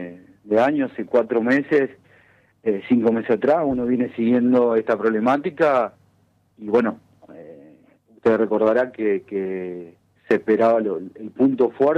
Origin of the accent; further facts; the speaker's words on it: Gaboto, Santa Fe, Argentina; yo soy un presidente joven, nacido, nativo de mi pueblo